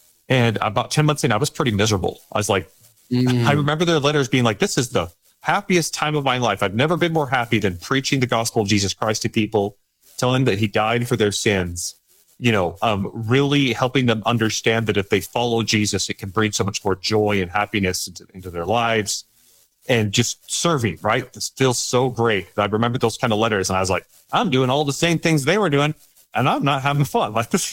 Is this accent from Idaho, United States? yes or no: yes; Idaho, United States; born or raised there